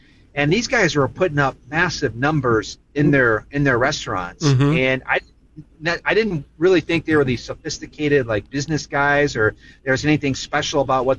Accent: St. Louis, Missouri, United States; born or raised there

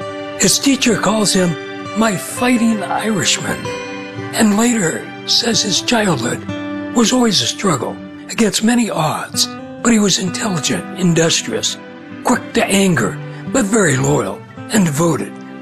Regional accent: Texas, United States; I am one Texan boy who never had a pair of cowboy boots. I am one native-born and native-bred American male who actually doesn't know the rules of our national pastime, baseball.

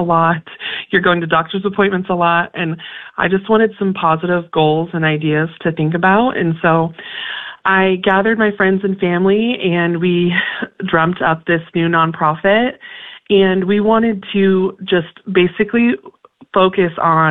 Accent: Burwell, Nebraska, United States; After I moved back to my hometown of Burwell after college

